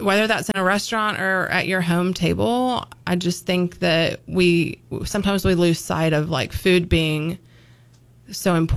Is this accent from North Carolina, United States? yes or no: no; Birmingham, Alabama, United States; I grew up in Birmingham, and my grandma is from a really small town called Grove Hill, and it's in South Alabama, and we used to go there every summer